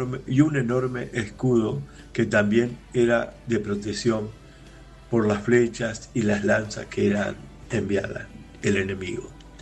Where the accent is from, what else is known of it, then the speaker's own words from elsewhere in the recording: Argentina; soy de Argentina